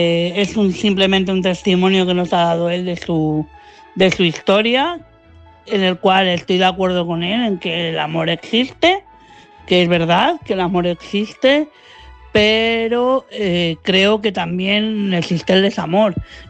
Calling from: Madrid, Community of Madrid, Spain; Buenas noches, Álvaro. Buenas noches, corresponsales. … de Madrid.

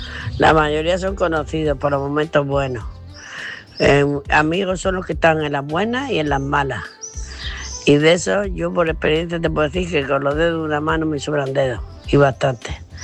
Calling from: Murcia, Region of Murcia, Spain; de Murcia.

